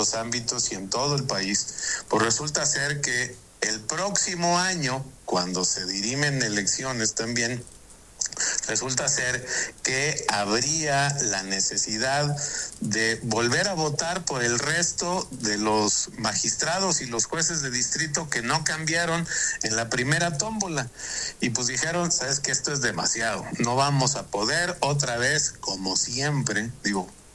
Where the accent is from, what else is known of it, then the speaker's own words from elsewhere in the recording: Mexico; yo creo que tenemos que hacer un gran propósito como mexicanos